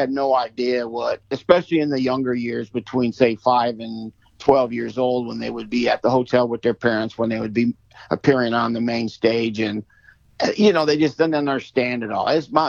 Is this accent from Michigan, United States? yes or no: yes; Kalamazoo, Michigan, United States; I was raised in the Kalamazoo, Michigan area, and my parents used to come out to the Las Vegas in the wintertime, and we'd be getting Midwest, right, ice and snow and freezing.